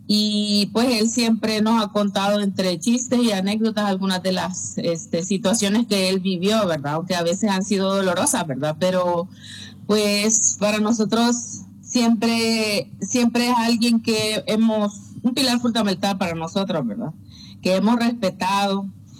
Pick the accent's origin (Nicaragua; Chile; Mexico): Nicaragua; born there; Con mi mamá, pues, fuimos exiliadas y yo nací en Nicaragua en el 85. Yo tengo 41 años.